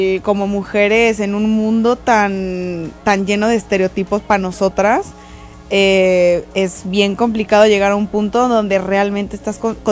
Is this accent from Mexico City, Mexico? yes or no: yes; Mexico City, Mexico; Yo soy de la Ciudad de México, sí.